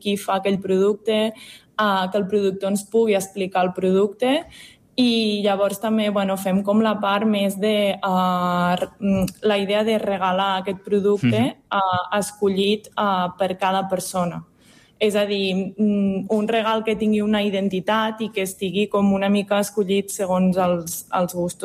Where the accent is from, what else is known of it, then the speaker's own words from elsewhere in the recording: Catalonia, Spain; also born or lived in Lluçanès; now in Ripollès, Spain; Soc de l'Alt Urgell, d'un poble molt petit sota la Serra del Cadí, i, bueno, però ja fa temps que estic per aquí al Lluçanès, i perquè la meva parella és d'aquí, i ara fa poc temps que vivim al Ripollès.